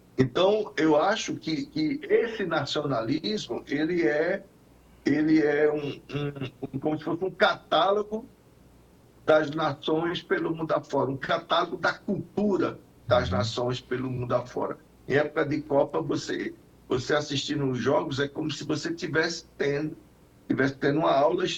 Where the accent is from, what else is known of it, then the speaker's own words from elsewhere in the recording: Brazil; eu sou brasileiro porque eu sou da terra de Garrincha, da terra de Pelé, eu sou da terra de Didi